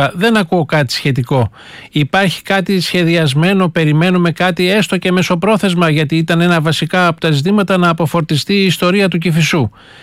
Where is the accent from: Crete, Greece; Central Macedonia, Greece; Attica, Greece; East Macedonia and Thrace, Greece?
Attica, Greece; Athens; επειδή είμαι και από τη Δυτική Αθήνα.